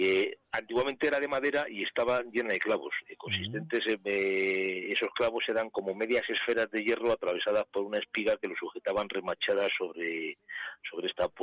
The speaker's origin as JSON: {"language": "Spanish", "town": "Gómara", "region": "Castile and León", "country": "Spain", "said": "los que somos de Gomara nos llaman los palilleros"}